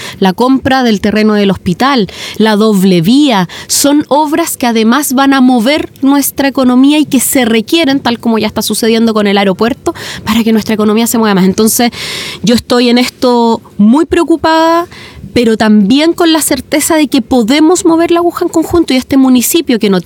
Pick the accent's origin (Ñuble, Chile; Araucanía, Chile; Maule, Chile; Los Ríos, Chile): Los Ríos, Chile; Valdivia